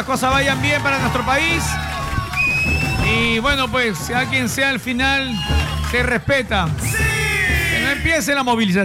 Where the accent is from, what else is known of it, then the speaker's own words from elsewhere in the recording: Peru; entre peruanos